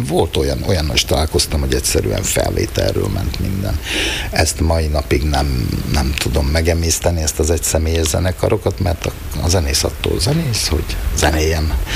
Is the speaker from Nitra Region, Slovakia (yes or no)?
no; Malé Trakany, Košice Region, Slovakia; én kistárkányi származású vagyok